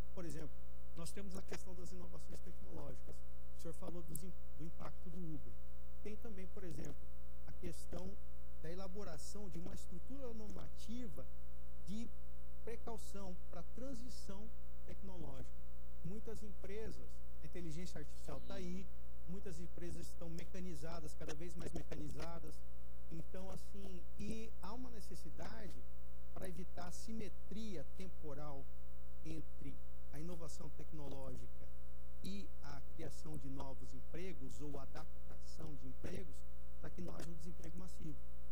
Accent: Mato Grosso, Brazil; Eu venho lá do Mato Grosso

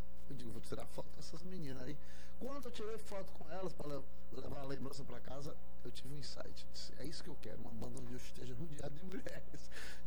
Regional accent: Palmácia, Ceará, Brazil; Eu fui aluno do sistema, lá no interior, lá na minha terra, em Palmácia

